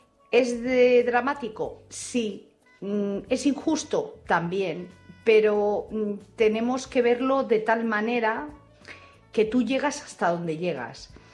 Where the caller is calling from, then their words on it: Madrid, Community of Madrid, Spain; de Madrid.